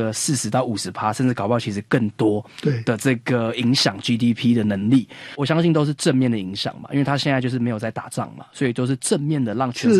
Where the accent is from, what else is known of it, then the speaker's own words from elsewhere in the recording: Taiwan; 咱台湾有三个：长荣、万海、阳明